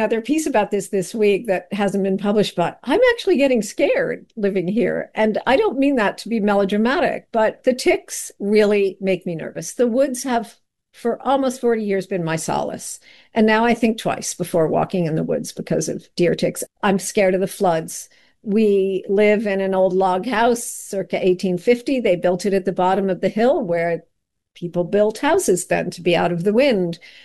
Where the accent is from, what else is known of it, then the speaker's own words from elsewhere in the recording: East Coast, United States; I came from the East Coast. My husband is the Pittsburgher. And I think I always thought maybe I'd go back at some point.